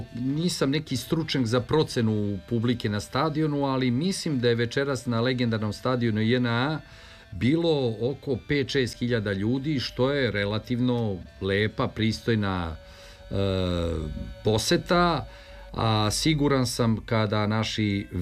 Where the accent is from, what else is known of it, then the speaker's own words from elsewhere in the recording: Belgrade, Serbia; podsjeća na moje detinjstvo provedeno na Banovom brdu i Dorćolu, na neke prve simpatije, na bezbrižnost tog vremena